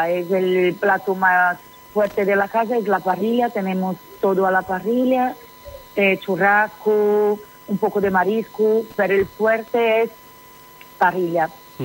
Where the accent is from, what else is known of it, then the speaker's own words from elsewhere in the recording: São Luís, Maranhão, Brazil; Spanish is a second language; now in Spain; Sí, soy de Brasil, pero bien. Hace 20 años que estoy aquí.